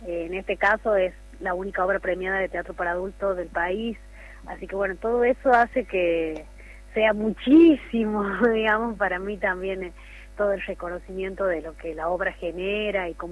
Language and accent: Spanish; Frías, Santiago del Estero, Argentina; now in Catamarca, Argentina; Yo soy crecí en Frías